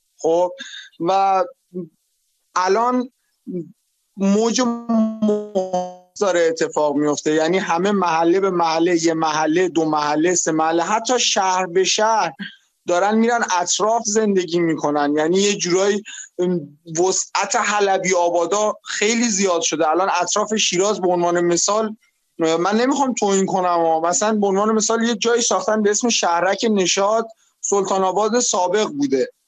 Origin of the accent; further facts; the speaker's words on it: Tehran, Tehran Province, Iran; now in Shiraz, Iran; چون من اصالتا بزرگ شده تهرانم،